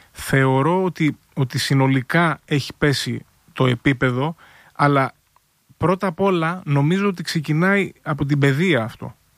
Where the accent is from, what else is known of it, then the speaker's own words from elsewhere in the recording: Greece; νιώθω ως Έλληνας πολίτης ότι νιώθω ότι ζω σε μια χώρα που πνίγομαι.